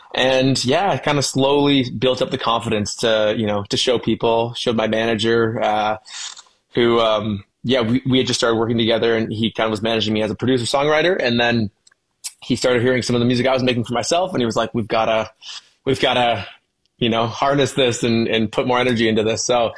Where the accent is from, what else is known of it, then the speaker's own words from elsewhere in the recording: London, Ontario, Canada; be a guitar player for this artist who was an R&B singer from my hometown, which is London, Ontario.